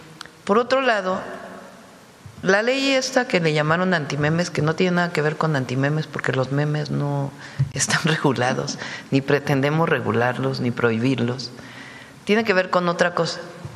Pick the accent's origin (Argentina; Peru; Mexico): Mexico; porque somos mexicanos y porque soy la presidenta de México.